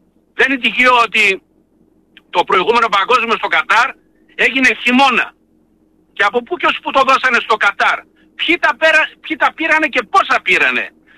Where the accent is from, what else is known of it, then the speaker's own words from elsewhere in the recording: Eastern Macedonia and Thrace, Greece; Όχι γιατί είμαι Πόντιος, γιατί είμαι Έλληνας, εντάξει. Πρώτα είμαι Έλληνας και είμαι ποντιακής καταγωγής. Λοιπόν, και Θρακιώτης.